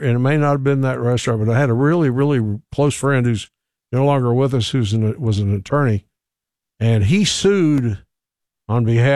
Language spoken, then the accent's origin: English; Lexington, Kentucky, United States; I grew up in the North End, and we always just sort of were sort of the bad part of town or whatever